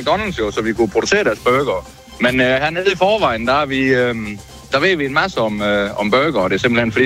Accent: Vejen, Region of Southern Denmark, Denmark; Skal vi tage en sønderjysk? Nu kommer jeg jo fra Vejen.

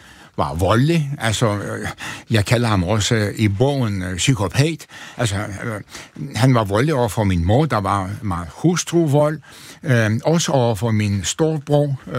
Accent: Antalya, Turkey; Danish is a second language; now in Denmark; Altså, jeg kommer fra en sådan en den overmiddelklasse familie. Altså, min far var apoteker, tjente mange penge i den lille by Antalya, som er kæmpestor turistby.

